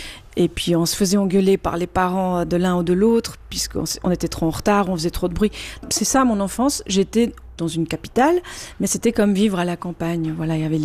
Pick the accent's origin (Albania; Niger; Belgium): Albania; Tirana, Tirana County; la première maison de ma vie, qui était la maison de mon enfance à Tirana, qui est toujours debout.